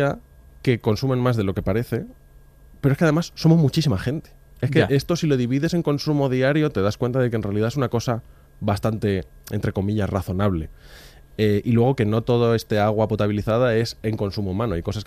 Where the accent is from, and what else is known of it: Madrid, Community of Madrid, Spain